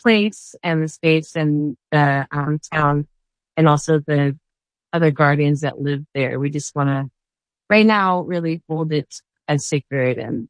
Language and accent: English; Silverton, Colorado, United States; also born or lived in Los Angeles; And I was raised in Silverton, Colorado. So I'm on big, beautiful mountains and peaks. And it always felt like home to me.